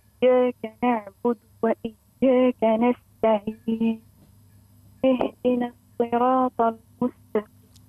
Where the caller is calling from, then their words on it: Medenine, Tunisia; من مدنين،